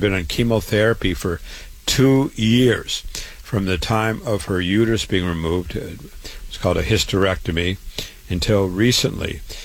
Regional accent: Waterloo, Iowa, United States; I was born and raised in Waterloo, Iowa.

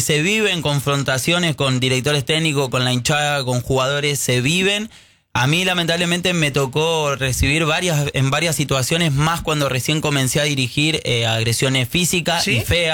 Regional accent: Gregorio de Laferrere, Buenos Aires Province, Argentina; De la Ferrere, Gregorio de la Ferrere, sí, nacido ahí, criado ahí.

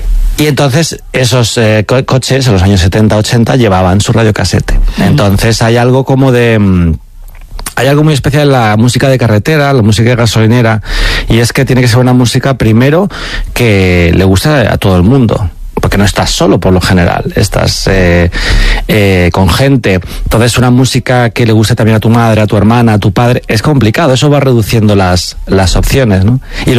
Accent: Alcorcón, Community of Madrid, Spain

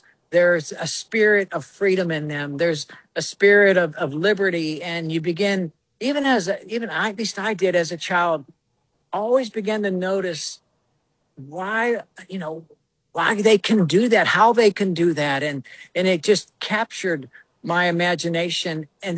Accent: Monongahela, Pennsylvania, United States; moved away as an adult; My hometown, obviously. I grew up in Monongahela. I left right after high school. I graduated in 77, so I know that dates me

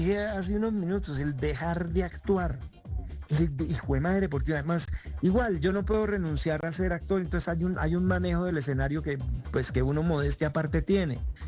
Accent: San Gil, Santander, Colombia; moved away; Entonces hablo de San Gil. Que fue donde yo crecí, donde pasé mi infancia

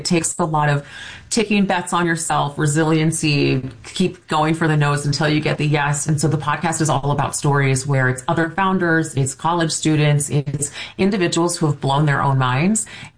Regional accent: St. Louis, Missouri, United States; I'm from St. Louis. I love the Midwest.

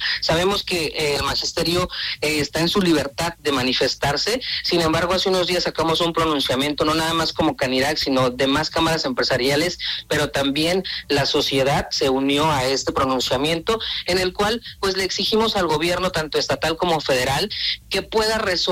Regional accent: Oaxaca, Mexico; nosotros como oaxaqueños que estamos en pie, ¿no? De poder invertir en nuestro propio estado

